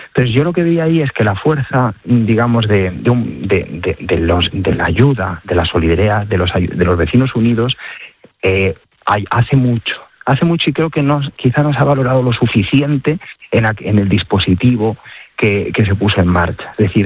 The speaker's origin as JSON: {"language": "Spanish", "town": "Las Navas del Marqués", "region": "Castile and León", "country": "Spain", "said": "Yo llevo un año de párroco en Cebreros. Pero yo soy de la zona, yo soy de las Naves del Marqués."}